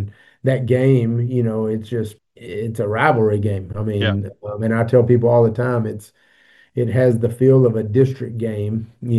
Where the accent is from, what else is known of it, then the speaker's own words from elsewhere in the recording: Hallsville, Texas, United States; now in Lindale, United States; We are from Hallsville, me and my brothers, and my wife is also from Hallsville.